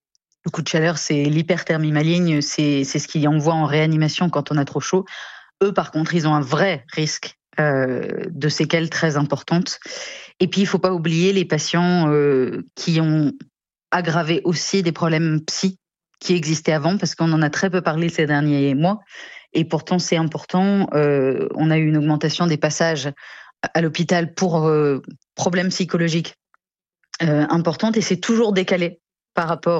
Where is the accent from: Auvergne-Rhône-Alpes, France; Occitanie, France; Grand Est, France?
Grand Est, France; Nancy; moved away; Je viens de Nancy